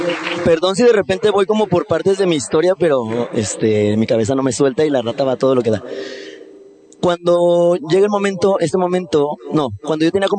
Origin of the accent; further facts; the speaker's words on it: Morelia, Michoacán, Mexico; Yo soy de Morelia.